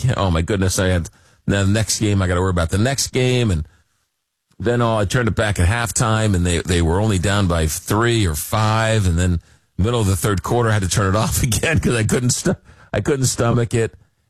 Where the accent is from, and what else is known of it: Long Island, New York, United States; born or raised there